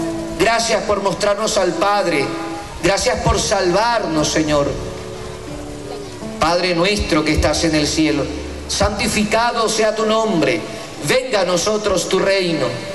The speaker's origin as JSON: {"language": "Spanish", "country": "Venezuela", "said": "nos pasan a los venezolanos tantas cosas"}